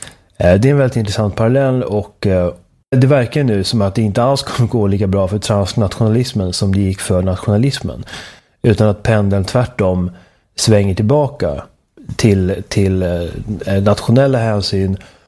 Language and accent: Swedish; Sweden